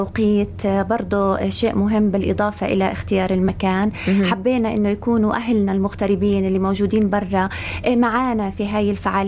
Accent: Palestine; إحنا كشعب فلسطيني مصرين على التمسك بتراثنا، تاريخنا وجذورنا اللي بتربطنا بهاي الأرض وبتزرعنا فيها

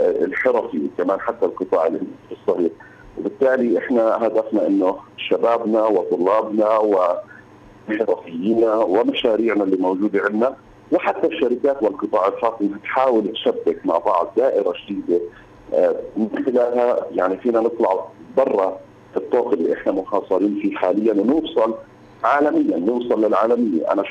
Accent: West Bank, Palestine; يعني احنا فلسطينيين في الضفة الغربية

